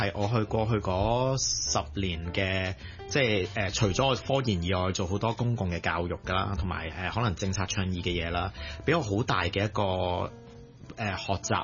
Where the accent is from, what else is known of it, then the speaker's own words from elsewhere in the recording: Hong Kong; also born or lived in United States; 香港呢笪地方，我土生土長嘅地方。